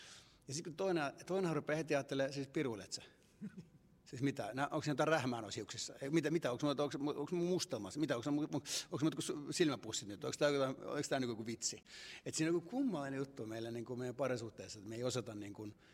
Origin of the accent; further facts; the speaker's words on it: Cyprus; koska olen Kyprokset kotoisin, ollut Kyproksella häissä.